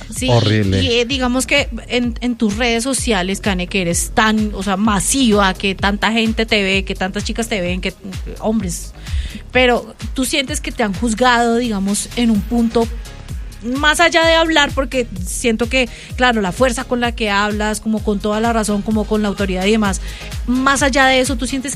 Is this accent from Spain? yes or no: no; Colombia; Eso, mami, somos colombianas, ¿qué pasa?